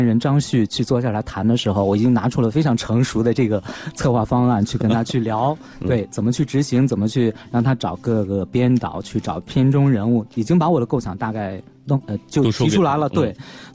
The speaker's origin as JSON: {"language": "Chinese", "country": "China"}